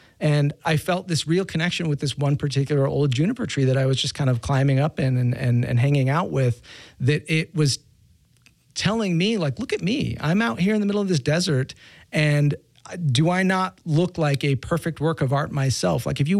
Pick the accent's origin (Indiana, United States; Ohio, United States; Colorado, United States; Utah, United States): Utah, United States; I was raised quite religious. I'm from Utah. I was raised Mormon